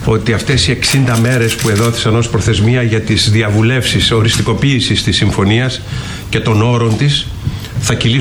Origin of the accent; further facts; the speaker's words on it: Ioannina, Epirus, Greece; στα Γιάννενα ο Υπουργός Οικονομικών με αφορμή ένα αναπτυξιακό συνέδριο που γινόταν εκεί στην πατρίδα μου